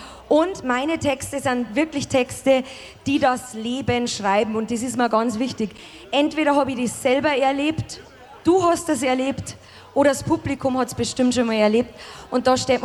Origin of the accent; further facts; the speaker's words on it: Bavaria, Germany; accent: Bavarian; Ich wollte mich einfach in den 10 Jahren einfach mal bedanken bei unserem wunderschönen Dialekt. Und natürlich nicht nur beim Bayerischen, sondern auch bei allen Dialekten, die es gibt.